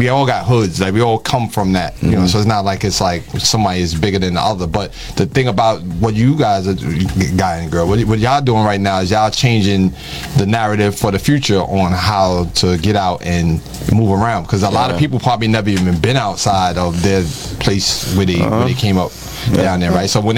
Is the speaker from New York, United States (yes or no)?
yes; Bronx, New York, United States; I'm from the Bronx, right? I'm from the South Bronx, back in the days when they was burning buildings and all that.